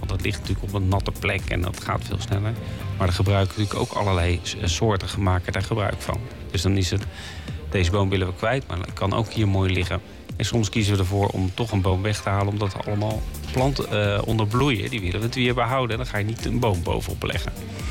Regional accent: Netherlands; Want we gebruiken heel veel hout als Nederlanders, ongeveer een kubieke meter per jaar, voor allerlei zaken.

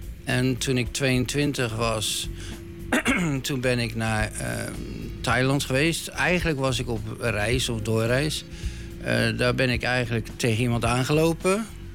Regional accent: Rotterdam, South Holland, Netherlands; moved away as an adult; Ik was een gewone Rotterdammer. ik kom uit een slagersfamilie.

